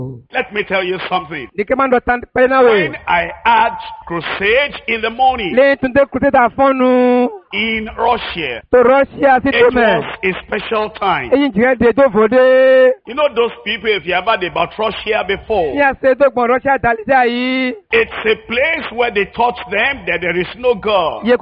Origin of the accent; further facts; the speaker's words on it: Nigeria; Because I came from Nigeria, Africa.